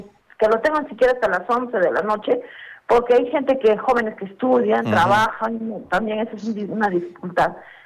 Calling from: Socabaya, Arequipa, Peru; Soy una vecina de Bellapampa y también que vivo por Villa Los Ángeles.

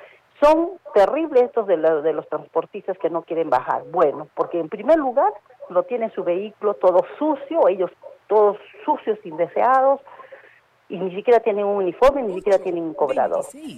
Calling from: Arequipa, Peru; porque soy arequipeña

